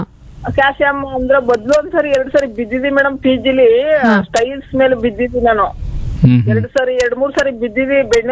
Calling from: Mysore, Karnataka, India; ಮೈಸೂರಿಂದ.

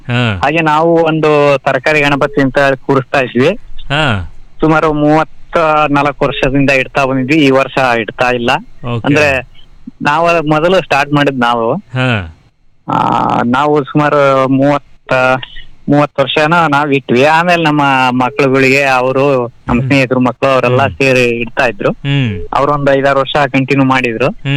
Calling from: Nyamathi, Karnataka, India

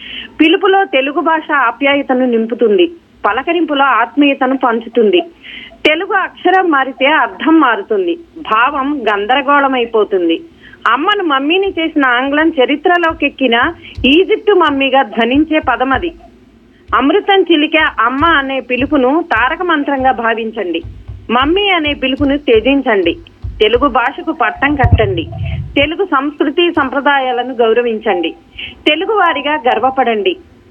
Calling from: Nunna, Andhra Pradesh, India; నేను విజయవాడ దగ్గర నున్నగ్రామ నుంచి … మాట్లాడుతున్నానండి.

